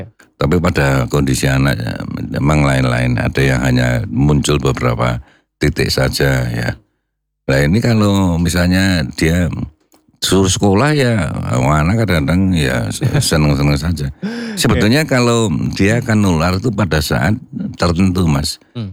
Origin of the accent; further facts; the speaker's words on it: Java, Indonesia; saya juga Wong Jawa